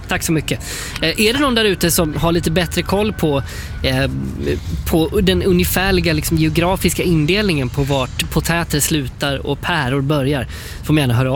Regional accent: Småland, Sweden; moved away as an adult; now in Skåne, Sweden; Som om man säger det med slang där jag kommer ifrån, från Småland. Då säger man potäter.

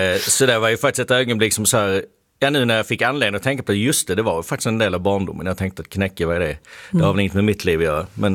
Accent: Skåne, Sweden

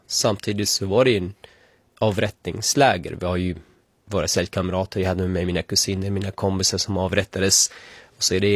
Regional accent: Syria; moved away; som syrier som har lidit i 14 år

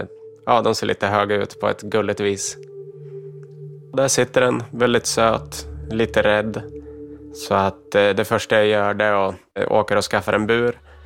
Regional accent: Sweden; jag kommer från Sverige, jag var med våra djurregler och här får man inte ha en uggla.

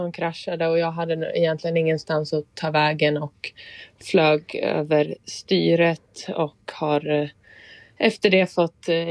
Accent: Sweden; hemma i Sverige

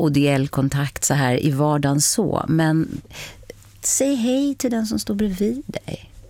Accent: Spain; also born or lived in United States; Det kommer kanske från min latinska uppväxt, eftersom jag växte upp i Spanien och bott i Europa och bott i USA

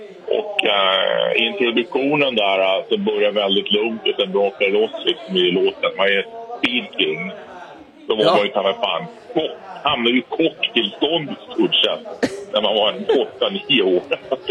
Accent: Luleå, Norrbotten County, Sweden; also born or lived in Kiruna; now in Stockholm, Sweden; Jag är faktiskt född i Kiruna och uppväxt i Luleå. Men jag har bott lite 40 år i Stockholm.

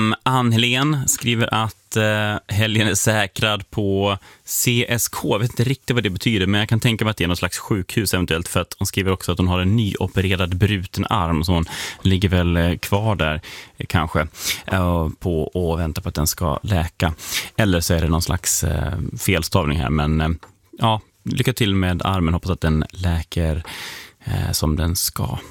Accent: Norrland, Sweden; moved away; åtminstone i de delar av Norrland där jag kommer ifrån.

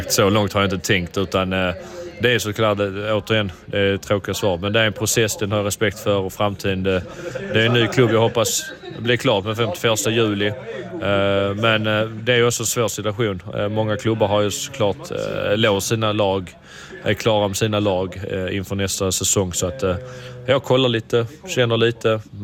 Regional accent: Sweden; moved away as an adult; att äntligen kanske få bo hemma i Sverige

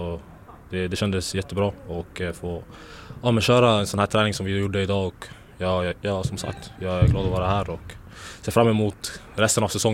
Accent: Östersund, Jämtland County, Sweden; also born or lived in Italy; now in Västerås, Sweden; Jag är från Östersund

